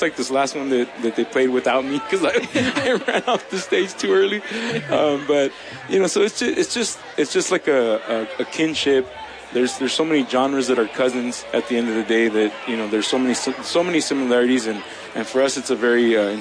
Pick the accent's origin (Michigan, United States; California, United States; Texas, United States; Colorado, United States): California, United States; Los Angeles; I mean, for us, we grew up in Los Angeles, and there's so much diversity of communities in Los Angeles.